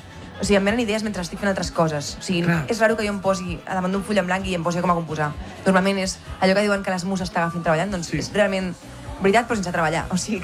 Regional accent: Catalonia, Spain

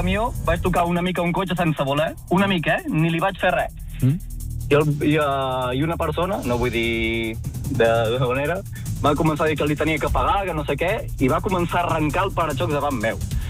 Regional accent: Banyoles, Catalonia, Spain; Soc de Banyoles i jo diria Sal.

